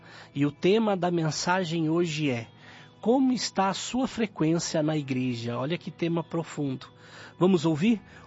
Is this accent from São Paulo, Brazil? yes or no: yes; Praia Grande, São Paulo, Brazil; now in São Paulo, Brazil; Eu fui criado na Praia Grande. Isso, mas hoje eu estou aqui em São Paulo.